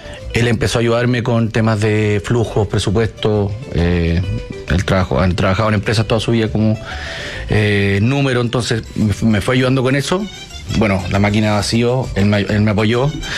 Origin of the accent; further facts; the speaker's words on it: Chile; born there; Nací en Chile, sí.